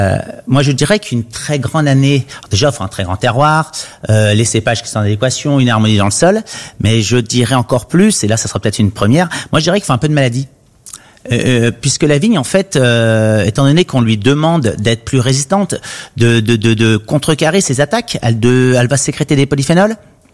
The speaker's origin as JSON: {"language": "French", "region": "Grand Est", "country": "France", "said": "J'ai été formé à Beaune. Donc moi, je suis un des rares champenois qui parle en hecto, pas en kilo."}